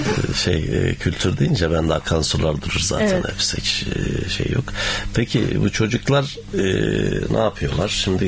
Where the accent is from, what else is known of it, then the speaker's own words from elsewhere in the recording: Sivas, Turkey; Sivas tabii.